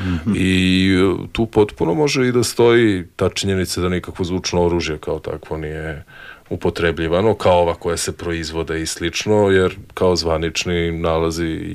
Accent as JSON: {"language": "Serbian", "region": "Belgrade", "country": "Serbia", "tie": "born there", "said": "Pa da, mislim, rođen sam tu."}